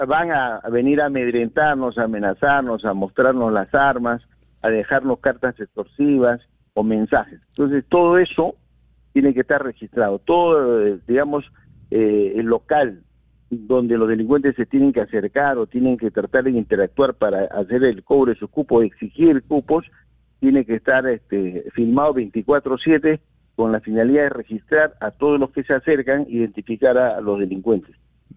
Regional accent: Peru; nosotros como peruanos

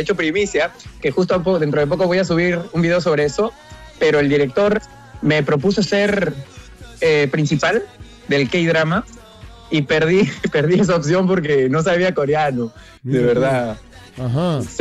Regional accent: Lima, Peru; now in South Korea; Yo crecí en Chorrillos, en Lima.

